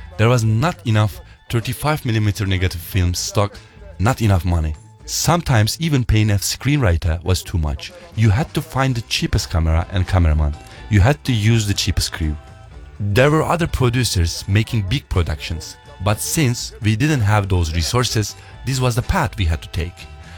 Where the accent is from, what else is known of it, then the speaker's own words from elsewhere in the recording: Istanbul, Turkey; Istanbul is an enormous city. I'm from Ortaköy, one of the best districts.